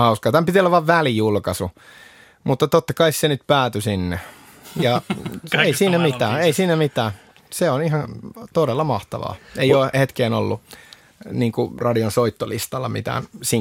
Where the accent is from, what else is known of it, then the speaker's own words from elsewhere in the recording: Vaasa, Ostrobothnia, Finland; moved away; also born or lived in Mustasaari; mä oon Vaasasta alun perin